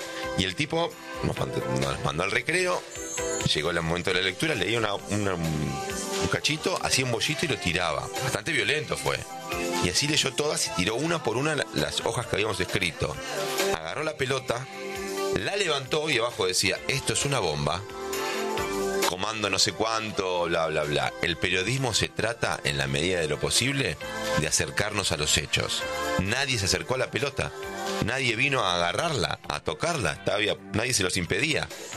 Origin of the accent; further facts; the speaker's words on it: Buenos Aires, Argentina; yo no puede ser que sea un argentino bastante tanguero como porteño